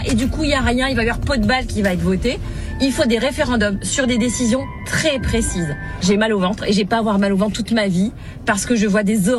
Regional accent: France; Et moi, j'aime la France. Moi, je suis française. Je suis très fière d'être française.

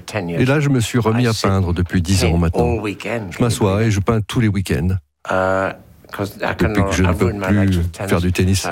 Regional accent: England, United Kingdom; French is a second language; Et en plus, je viens du nord d'Angleterre.

